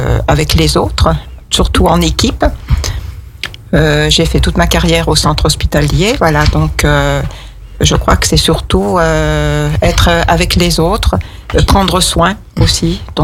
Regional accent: Bourgogne-Franche-Comté, France; moved away as an adult; now in Aix-les-Bains, France; Je suis originaire de la Bourgogne et je suis venue à Aix-les-Bains pour travailler en 1969.

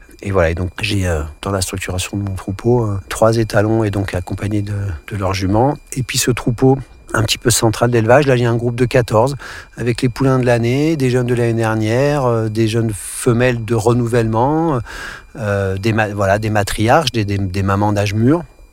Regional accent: Grenoble, Auvergne-Rhône-Alpes, France; also born or lived in Verdun; now in Vercors, France; je suis né à Verdun, dans les tranchées, non dans les dolines, aussi dans des fonds de trous. J'y ai peu grandi, hein, puisque j'ai débarqué à Grenoble à 4 ans, et voilà, l'évolution professionnelle de mes parents ont plutôt fait de moi un grenoblois ou un alpin.

